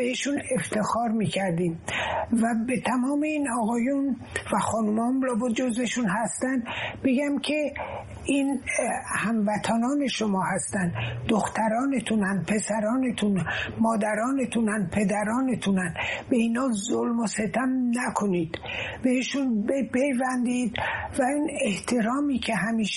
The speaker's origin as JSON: {"language": "Persian", "country": "Iran", "moved": "yes", "said": "اینه که ایران آزاد بشه، این مهمه و اون از هر چیزی بر من مهمتره. البته اگه یه روزی بتونم پامو به وطنم بذارم، یه روز بزرگی برام خواهد بود."}